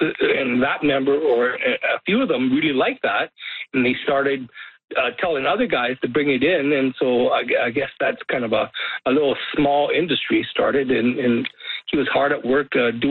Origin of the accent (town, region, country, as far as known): Red Deer, Alberta, Canada; born there